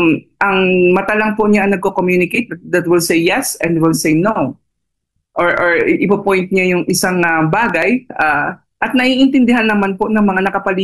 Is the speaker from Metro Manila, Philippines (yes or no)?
no; Cainta, Rizal, Philippines; Diyan po sa lighthouse sa Cainta. E, taga Cainta po ako, so madali lang pumunta.